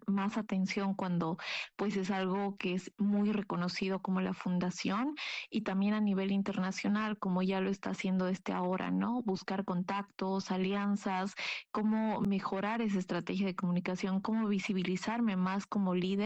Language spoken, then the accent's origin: Spanish; Oruro, Bolivia; first language Aymara; Spanish is a second language; se encuentra en la comunidad de Vito. Entonces, es ahí donde nosotros estamos obviamente trabajando con nuestra comunidad